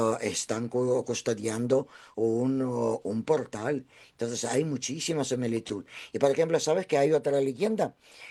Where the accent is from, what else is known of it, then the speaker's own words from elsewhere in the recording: Cantabria, Spain; para mí, como yo soy cántabra, la mitad cántabra y la mitad eslava, para mí es como lo mismo.